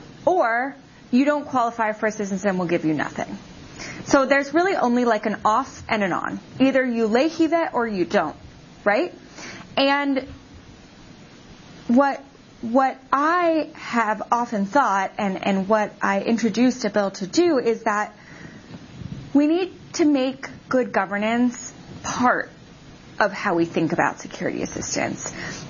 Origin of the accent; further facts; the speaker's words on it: San Diego, California, United States; I'm from San Diego, so when we don't get this kind of weather, and we don't go outside if we ever did.